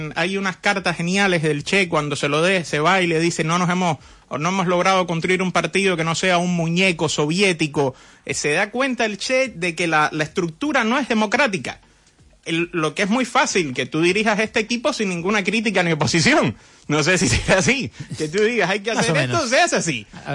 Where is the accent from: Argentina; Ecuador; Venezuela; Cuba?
Cuba; moved away; que yo, su nieto, estudiara en el mejor instituto preuniversitario de Cuba, que estando yo en Bruselas una vez me encuentro con un africano y le digo que soy cubano